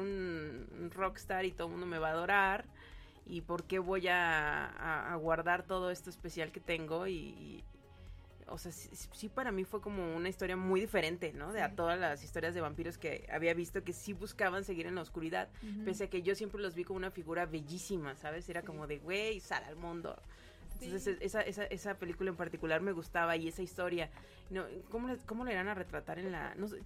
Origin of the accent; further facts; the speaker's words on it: San Luis Potosí, Mexico; nosotros somos de San Luis Potosí